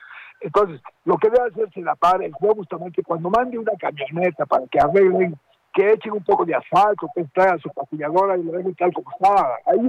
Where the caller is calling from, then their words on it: Miguel Grau, Arequipa, Peru; Estoy llamando de Miguel Gol.